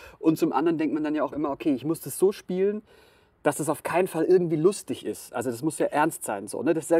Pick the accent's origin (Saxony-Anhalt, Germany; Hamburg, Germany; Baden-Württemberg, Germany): Baden-Württemberg, Germany; Karlsruhe; Da hast du Rain Man in Karlsruhe, meine Heimatstadt, gespielt.